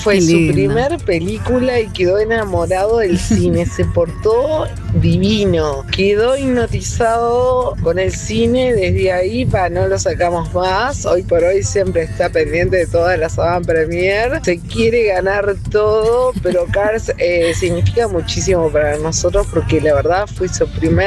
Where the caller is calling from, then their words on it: Montevideo, Uruguay; soy de Montevideo